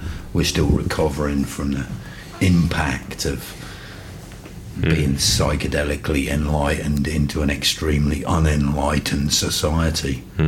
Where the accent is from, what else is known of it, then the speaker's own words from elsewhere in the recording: Rugby, West Midlands, United Kingdom; same field where Lewis Carroll used to play rugby when he was a child in rugby. We went to school in my hometown.